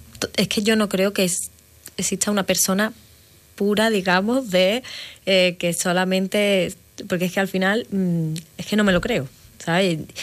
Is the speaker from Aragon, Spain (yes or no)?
no; Rubí, Catalonia, Spain; porque somos de Rubí